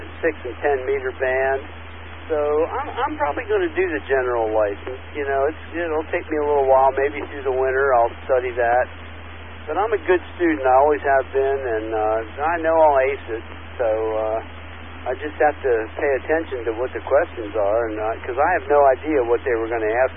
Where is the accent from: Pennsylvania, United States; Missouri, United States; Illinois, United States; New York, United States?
Pennsylvania, United States; accent: Pennsylvania; moved away as an adult; now in North Carolina, United States; I'm originally from Pennsylvania. I've been here 30-some years, but I still don't have the accent. People tell me I have the Pennsylvania accent.